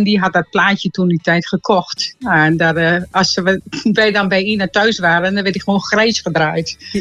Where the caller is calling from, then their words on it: Emmer-Compascuum, Drenthe, Netherlands; Uit Emmenkompas.